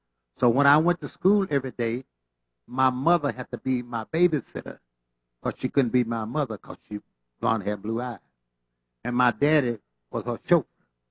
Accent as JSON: {"language": "English", "town": "Haynesville", "region": "Louisiana", "country": "United States", "tie": "born or raised there", "also_born_or_lived": "Pine Bluff, Arkansas", "moved": "yes", "said": "I was born in a little place called Homer, Haynesville, Louisiana. I left my hometown in 1947. Went to Pine Bluff, Arkansas with my father, who was a preacher and a pastor of a church."}